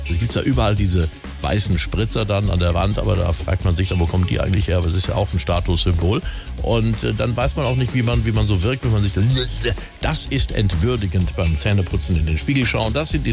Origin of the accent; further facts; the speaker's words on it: Spain; So, ich bin ja Spanier.